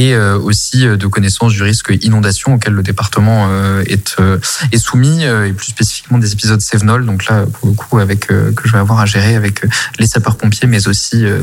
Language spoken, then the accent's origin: French; Nouvelle-Aquitaine, France; moved away as an adult; also born or lived in Dordogne; now in Hérault, France; Je suis originaire de la Nouvelle-Aquitaine et plus précisément de la région bordelaise et donc j'ai pu y faire mes études notamment de lettres